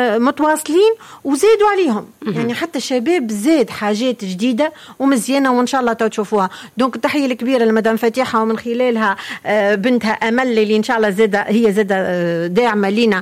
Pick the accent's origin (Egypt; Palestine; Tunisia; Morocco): Tunisia; also born or lived in Moknine / Hammam Sousse; تنقولوا مني بنت تونس كل راني مكنيه حماميه تونسيه